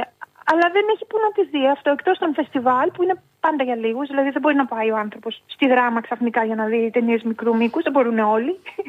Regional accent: Kymi, Central Greece, Greece; στο χωριό μου που είναι στην Κλίμη της Εύβοιας

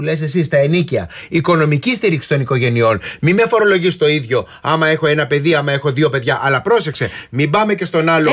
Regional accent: Greece; now in Netherlands; να γυρίσω πίσω στην Ελλάδα που μου λείπει και στεναχωριέμαι που είμαι μακριά από την πατρίδα μου.

